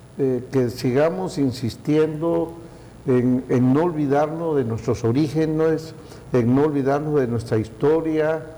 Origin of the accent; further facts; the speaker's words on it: Mexico; nuestra identidad como mexicano